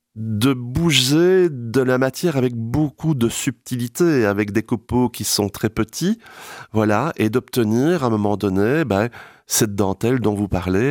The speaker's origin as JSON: {"language": "French", "country": "Belgium", "said": "Ici, chez nous en Belgique"}